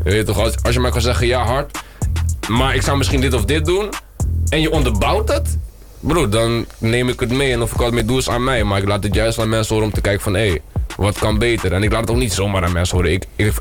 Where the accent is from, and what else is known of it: The Hague, South Holland, Netherlands; born there; also born or lived in Gouda